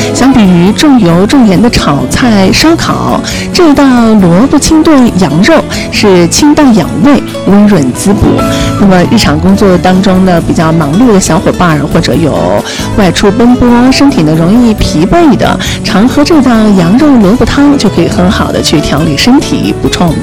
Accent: Xinjiang, China

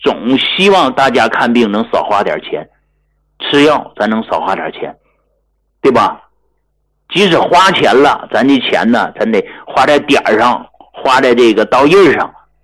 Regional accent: Hegang, Heilongjiang, China; moved away; 我是从农村出来的啊，我是来自黑龙江鹤岗这么一个偏远的一个小山村的那么个人，我从来就没忘记过我是一个农民，我是一个农民的儿子，我也是从农村走出来的

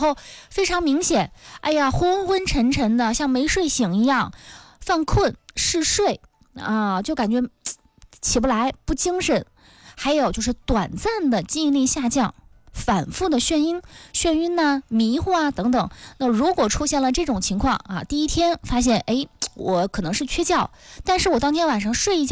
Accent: Northeast China, China; 尤其对于我们北方人来说，我们东北人来说

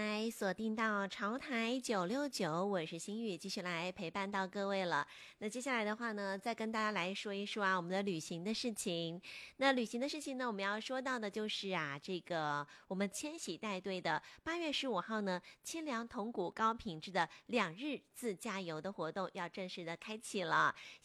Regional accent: Jiangxi, China; 也是呢咱们江西人自己的购物的商城

